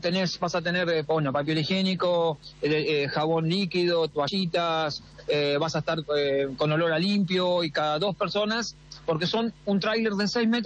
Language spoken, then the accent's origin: Spanish; Mar del Plata, Buenos Aires Province, Argentina; me venía a trabajar acá a Mar del Plata, dije listo. Ya está, la vida me está hablando, mi pueblo natal, mi ciudad natal me está diciendo traerlo.